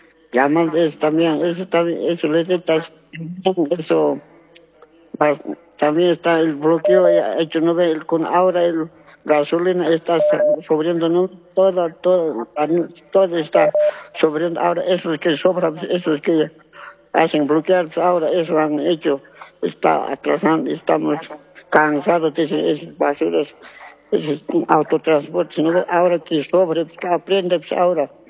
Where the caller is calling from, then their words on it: Cochabamba, Bolivia; Yo estoy llamando de Cochabamba, Tiquipa